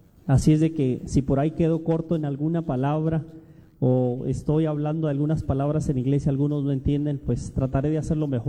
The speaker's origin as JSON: {"language": "Spanish", "town": "Tijuana", "region": "Baja California", "country": "Mexico", "tie": "born there", "said": "yo soy nacido en Tijuana."}